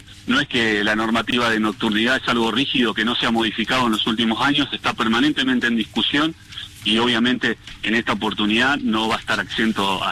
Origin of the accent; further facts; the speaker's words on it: Santa Fe, Argentina; yo como santafesino, como orgulloso santafesino, vecino de mi barrio del Centenario